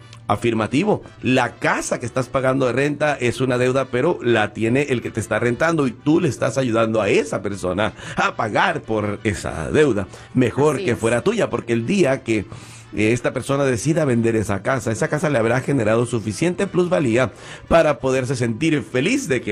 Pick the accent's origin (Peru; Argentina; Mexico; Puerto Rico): Mexico; están en México y mandan simplemente lo que se conoce como aquí se conoce como power attorney. Uh-huh. En mi país se conoce como carta poder.